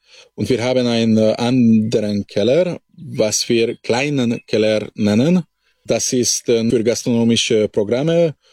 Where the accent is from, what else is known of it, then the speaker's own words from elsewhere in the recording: Hajós, Bács-Kiskun, Hungary; ich stamme aus Harschad. Das ist ein schwäbisches Dorf im Komitat Braneu.